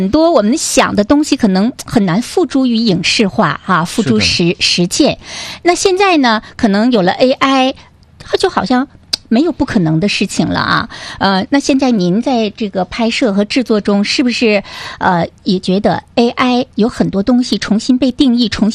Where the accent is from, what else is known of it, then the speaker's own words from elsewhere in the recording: Jilin, China; 我们吉林人